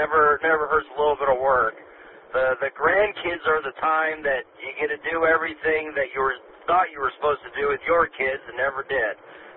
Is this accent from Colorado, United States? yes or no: yes; Pueblo, Colorado, United States; I'm from here. I'm born and raised in Pueblo, Colorado native. I lived in Virginia for a few summers at a time when I was in high school and college as a type of an internship. But other than that, I'm born and raised here in Pueblo.